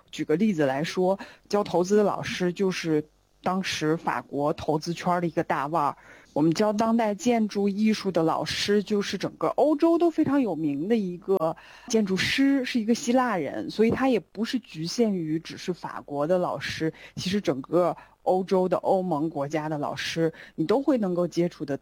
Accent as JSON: {"language": "Chinese", "country": "China", "also_born_or_lived": "France", "moved": "as an adult", "said": "我们班就我一个中国人，"}